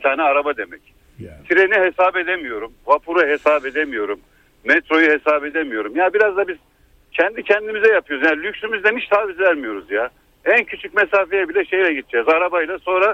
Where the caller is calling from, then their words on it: Istanbul, Turkey; ben İstanbul'dan arıyorum seni.